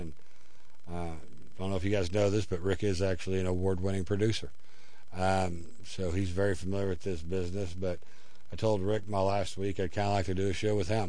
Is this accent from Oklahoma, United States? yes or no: yes; Washington, Oklahoma, United States; I'm from Washington, Oklahoma, population 700, so.